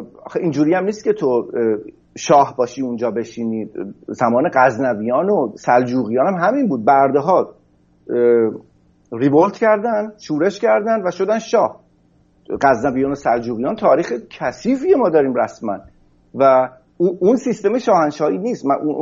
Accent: Iran; moved away

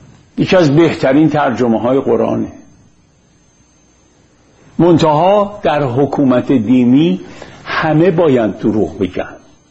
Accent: Iran; گفتم من یه ایرانیم

